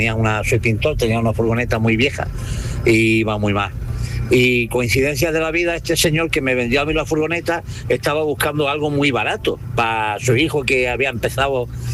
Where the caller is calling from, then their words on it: Castellar, Spain; de Castellar.